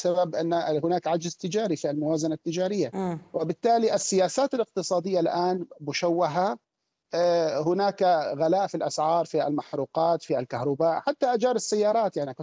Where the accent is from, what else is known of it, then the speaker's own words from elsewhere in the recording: Kuwait; يعني عندنا في الكويت الجمعيات التعاونيه دائما ما تقدم اسعار اقل